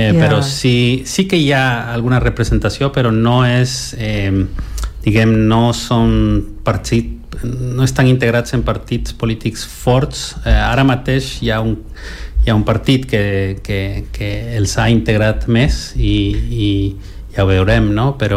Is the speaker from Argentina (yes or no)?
no; Guatemala City, Guatemala Department, Guatemala; Catalan is a second language; moved away as an adult; now in Barcelona, Spain; vaig néixer a Guatemala a l'any 77 i vaig viure allà fins als 18 anys i tinc tota la meva família allà